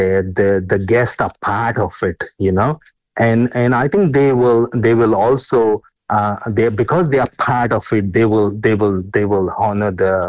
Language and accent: English; Goa, India; now in Hawke's Bay, New Zealand; I come from originally from Goa, India. I'm a village kid, you know, typical village kid. And yeah, so we grown up with foraging fresh berries to the fruit, to everything. And, you know, I'm born in a farming family as well as in a farming community.